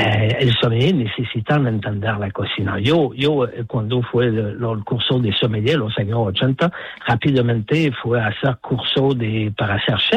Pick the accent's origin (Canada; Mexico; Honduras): Canada; Spanish is a second language; now in Barcelona, Spain; No soy de Tenerife, soy de Canadá. Vivo en Barcelona después de 10 años